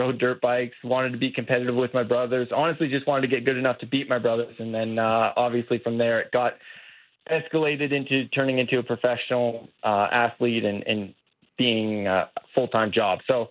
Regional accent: Canada; it's massive being Canadian in my home country

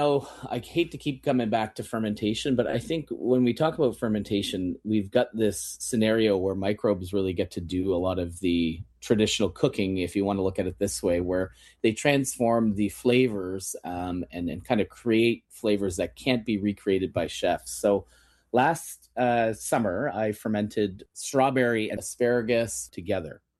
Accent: Kitchener, Ontario, Canada; I grew up in Kitchener

